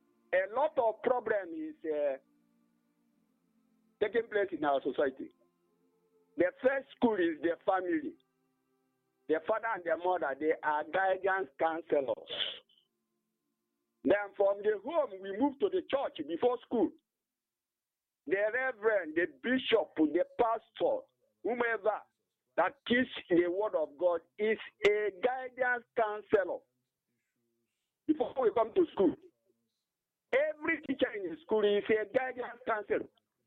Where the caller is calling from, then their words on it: Isoko, Ebonyi, Nigeria; I'm calling from Isoko, my name, Ebonyi State.